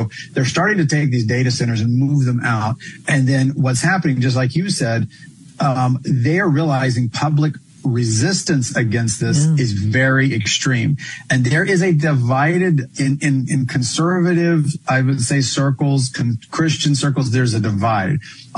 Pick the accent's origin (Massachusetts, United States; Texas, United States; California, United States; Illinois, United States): Texas, United States; I grew up in Central Texas, we would always travel out to New Mexico and drive through West Texas. This is back, you know, 80s, 90s.